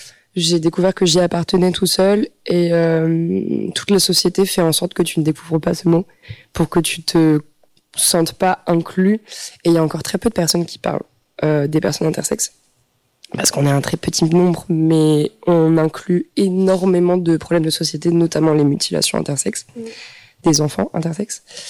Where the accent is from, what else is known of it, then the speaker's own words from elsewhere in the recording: Île-de-France, France; also born or lived in Strasbourg; now in Montpellier, France; Non, je viens de Paris à la base.